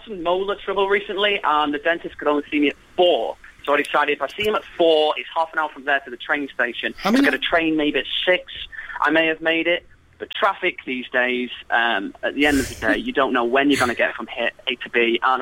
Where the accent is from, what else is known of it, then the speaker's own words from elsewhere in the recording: England, United Kingdom; I'm English